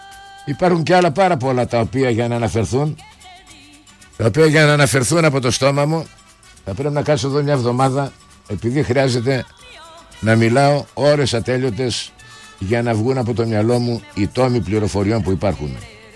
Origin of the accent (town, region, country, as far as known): Greece